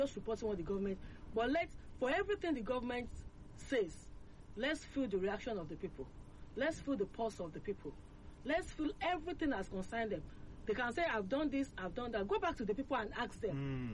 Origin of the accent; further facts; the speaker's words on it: Nigeria; I'm a very, very, very optimistic Nigerian.